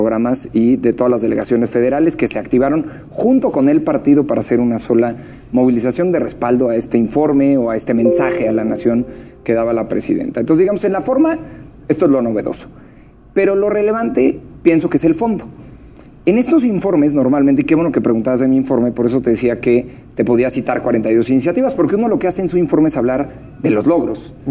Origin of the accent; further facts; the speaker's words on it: Querétaro, Mexico; lo digo como provinciano de mi Querétaro lindo